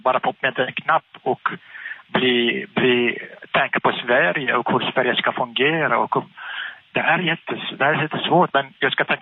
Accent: Iraq; Swedish is a second language; moved away as an adult; now in Sweden; jag som jag var från Irak och alla från Irak eller från Syrien eller Mellanöstern, vi levde i en diktatur hela våra liv.

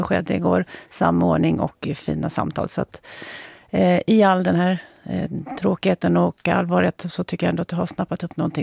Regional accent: Avesta, Dalarna County, Sweden; Sen är jag uppvuxen i Avesta, så det är inte så långt, så jag vet precis hur Fagersta ser ut.

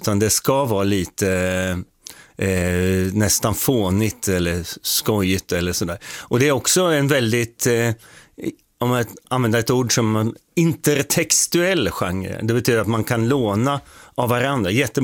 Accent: Åtvidaberg, Östergötland, Sweden; Jag är från Åtvidaberg, så jag är från Götaland.

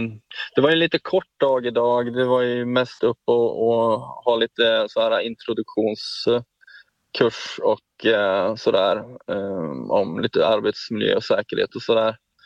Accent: Skellefteå, Västerbotten County, Sweden; hade en del konserter både hemma i Skellefteå och där då i Uleåborg såklart.

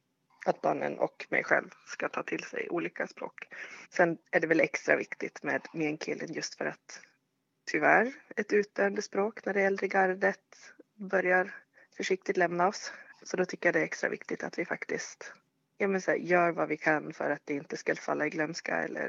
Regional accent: Småland, Sweden; also born or lived in Denmark; Jag är dansk smålänning, så vi pratar redan ganska många språk i huset.

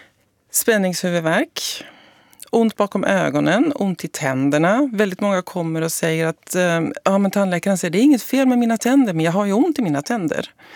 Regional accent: Norway; now in Sweden; det är skillnad på Norge och Sverige, för jag är norsk.

